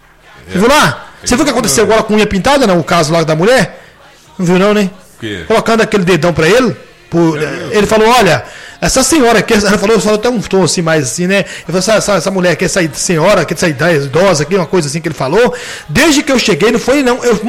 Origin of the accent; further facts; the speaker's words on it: Brazil; mas eu sou brasileiro, velho.